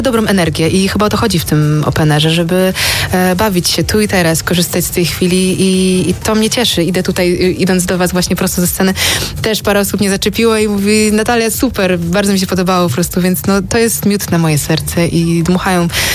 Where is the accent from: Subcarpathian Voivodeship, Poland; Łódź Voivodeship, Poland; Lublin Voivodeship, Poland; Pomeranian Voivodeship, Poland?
Pomeranian Voivodeship, Poland; Gdańsk; mam rodziców w Gdańsku, dom rodziny w Gdańsku, więc tak, jako gdańszczanka